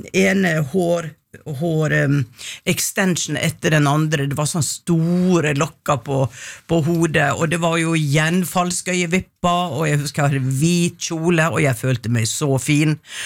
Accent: Western Norway, Norway; now in Oslo, Norway; jeg er fra Vestlandet. Jeg er vokst opp med grundeforeldre.

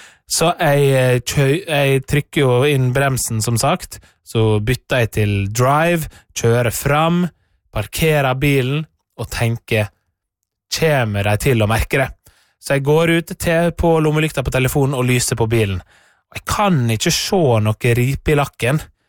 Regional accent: Møre og Romsdal, Norway; born or raised there

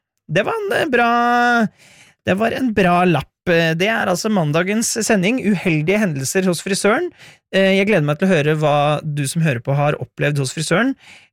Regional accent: Innlandet, Norway; for jeg kommer egentlig fra Hedmarken, men har aldri snakket hedmarksdialekt sånn...

